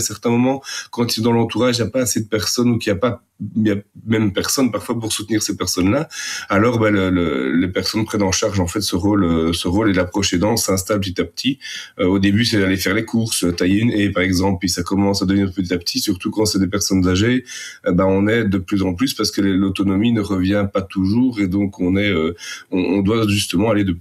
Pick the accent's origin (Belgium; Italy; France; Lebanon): Belgium; Chez nous, en Belgique